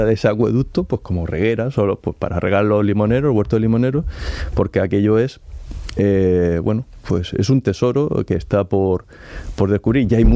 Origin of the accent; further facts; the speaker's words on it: Monteagudo, Region of Murcia, Spain; yo soy de allí, de Monteagudo, uh-huh, soy del pueblecito de La Cueva